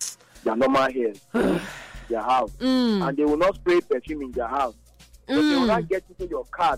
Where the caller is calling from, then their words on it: Nigeria; I'm calling you from Oluko.